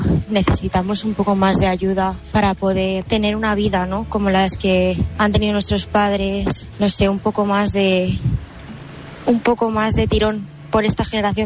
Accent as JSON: {"language": "Spanish", "town": "Madrid", "region": "Community of Madrid", "country": "Spain", "said": "de Madrid, tengo 28 años"}